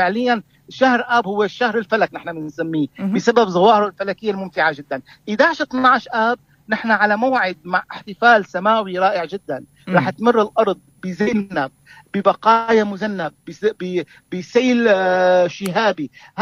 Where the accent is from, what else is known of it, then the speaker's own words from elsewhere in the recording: Syria; الصيف الاساسي عندنا بسوريا